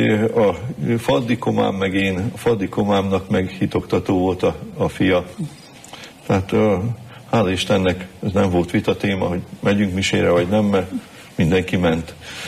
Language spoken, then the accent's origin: Hungarian; Jánoshalma, Bács-Kiskun, Hungary; also born or lived in Kecskemét; Hát egy falusi családban nőttem föl. Szülőfalomba születtem. Jánoshalmán akkor még volt szülőotthon. Egy egyszerű családba, ahol két dolog volt szent, a család és a hit.